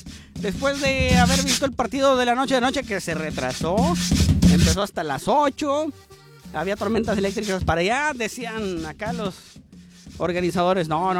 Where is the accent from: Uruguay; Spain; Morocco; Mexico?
Mexico; Somos mexicanos